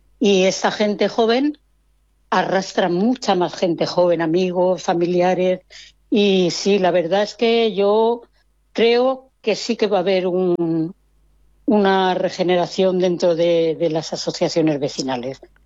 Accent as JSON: {"language": "Spanish", "town": "Elda", "region": "Valencian Community", "country": "Spain", "said": "el pueblo de Elda, que yo creo que es uno de los mejores pueblos que tenemos. No sé, quizá me llama el ser de aquí y el vivir con intensidad todo lo que es de mi pueblo."}